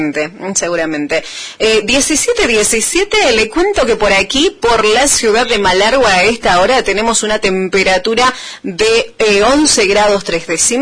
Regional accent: San Rafael, Mendoza, Argentina; Soy de San Rafael

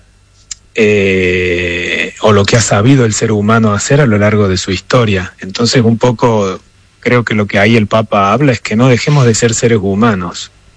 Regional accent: Argentina; Digamos primero como argentino porque es argentino como nosotros.

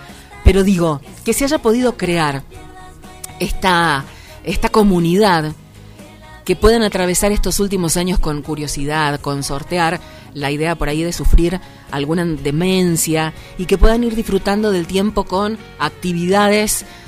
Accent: Mendoza, Argentina; Somos de Mendoza, Argentina

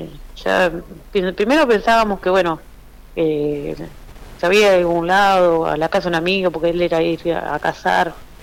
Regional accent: Argentina; yo soy de Buenos Aires

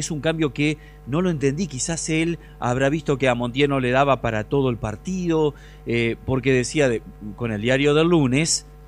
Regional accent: Argentina

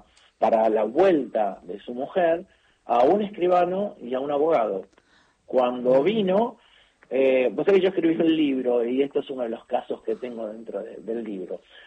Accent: Buenos Aires, Argentina; Nosotros somos de Buenos Aires

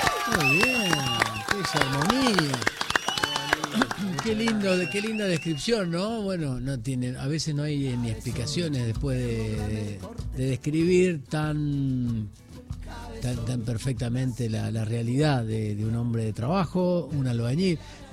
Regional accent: Córdoba, Argentina; yo soy cordobés

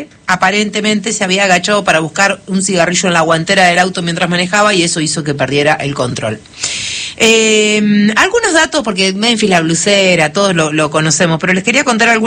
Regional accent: Argentina; somos argentinos.

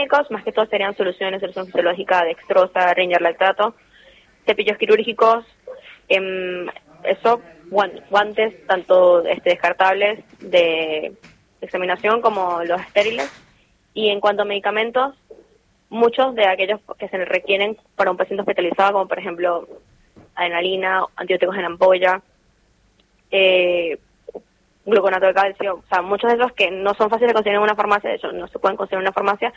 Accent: Caracas, Capital District, Venezuela; now in Argentina; Sí, no, yo soy de Caracas, que queda 30 minutos de La Guaira. Toda la familia de mi papá es de La Guaira, de hecho.

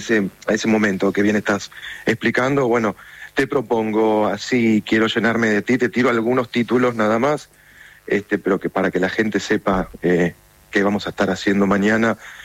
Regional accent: Lanús, Buenos Aires Province, Argentina; como bien dijiste, soy de Lanús, de Zona Sur, estudié en Banfield, en el Conservatorio Julián Aguirre, hice la carrera de piano ahí

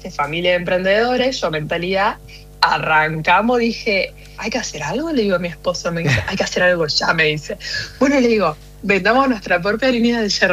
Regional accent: Córdoba, Argentina; moved away as an adult; now in Kansas City, United States; Yo vengo de Córdoba, ¿viste?

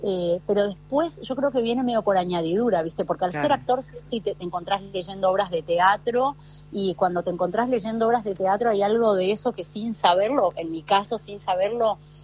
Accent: Pampa del Infierno, Chaco, Argentina; de dónde soy, de Pampa del Infierno.

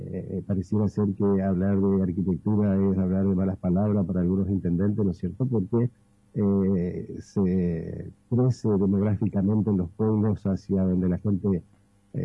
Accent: Argentina; soy capitalino

